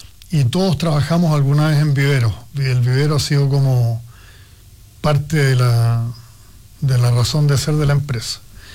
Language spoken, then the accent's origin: Spanish; Santiago, Santiago Metropolitan Region, Chile; moved away as an adult; also born or lived in Osorno, Chile / Concepción, Chile / Chillán, Chile / Brazil; now in Coyhaique, Chile; Yo soy de Santiago